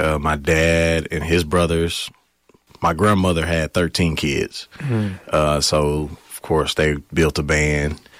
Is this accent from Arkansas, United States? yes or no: yes; Arkansas, United States; also born or lived in Kansas City, Missouri / Blytheville, Arkansas / Jonesboro, Arkansas; I've always been in Arkansas. It's my home.